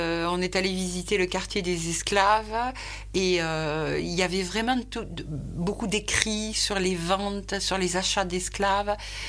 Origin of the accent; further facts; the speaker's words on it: France; on n'a pas la sensation d'être reconnu en tant que Français